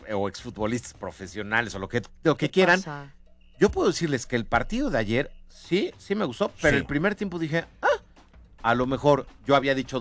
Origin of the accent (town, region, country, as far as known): Mexico